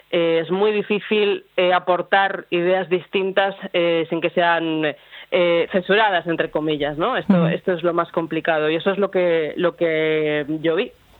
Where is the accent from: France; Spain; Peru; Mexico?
Spain; Castile and León; also born or lived in Argentina; cosa que ya había pasado en mi comunidad. Hasta desde Castilla y León fue la primera comunidad autónoma donde se produjo ese pacto.